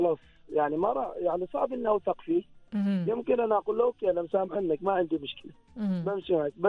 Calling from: Nizwa, Ad Dakhiliyah, Oman

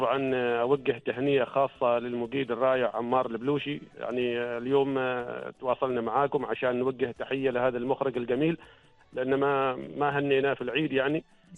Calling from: Samail, Ad Dakhiliyah, Oman

